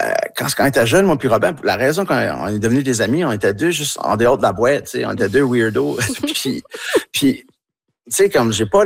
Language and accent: French; Tracadie, New Brunswick, Canada; accent: Tracadie; quand je suis avec eux autres, ben, je parle avec mon accent tracadie un peu plus, puis je me laisse aller